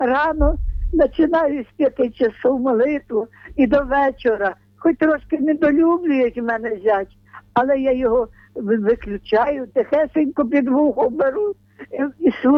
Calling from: Zhytomyr, Zhytomyr Oblast, Ukraine; я з Житомира.

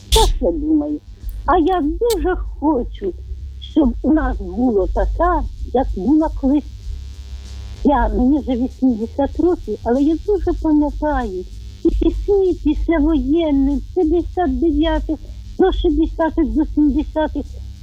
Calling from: Vinnytsia Oblast, Ukraine; я з Вінниччини.

